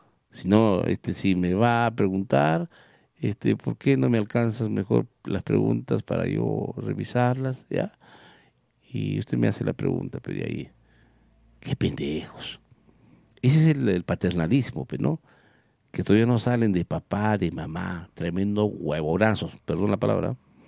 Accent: Villa Rica, Pasco, Peru; qué pena por mi pueblo de Villarrica

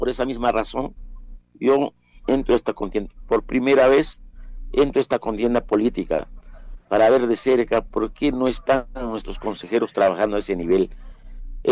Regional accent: Coracora, Ayacucho, Peru

